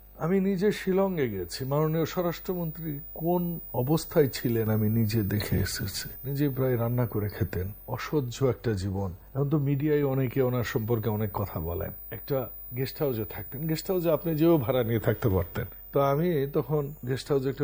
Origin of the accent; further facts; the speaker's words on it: Naogaon, Rajshahi Division, Bangladesh; আমার বাড়ি নওগাঁ, আমি আক্কেলপুর স্টেশন থেকে ট্রেনে স্লিপিং ঘুমাতাম।